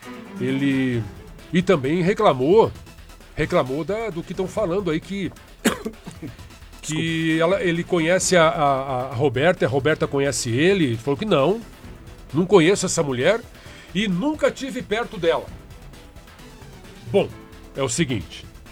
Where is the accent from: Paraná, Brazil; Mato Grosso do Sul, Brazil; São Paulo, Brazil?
Paraná, Brazil; Eu, por exemplo, tem candidatos lá da minha região, dos Campos Gerais, da onde eu vim. Mas hoje eu tô aqui.